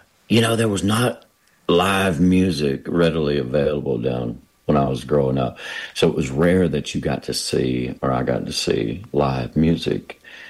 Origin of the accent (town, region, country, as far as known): Magnolia, Arkansas, United States; born or raised there; moved away as an adult; also born or lived in Jonesboro, Arkansas